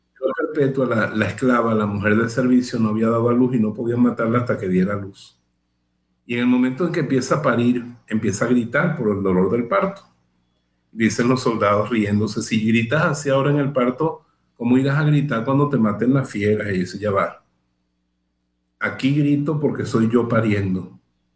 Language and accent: Spanish; Chihuahua, Mexico; Porque yo soy muy de Chihuahua.